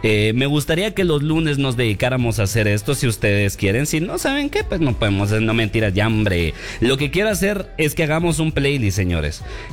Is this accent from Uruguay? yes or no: no; Guatemala; Hoy soy más guatemalteco que comer tamal con tortilla. Yo así me siento hoy, mucha. Completamente así de chapín. Así de guatemalteco. Hoy soy más guatemalteco que tortilla con chicharrón de bolsa.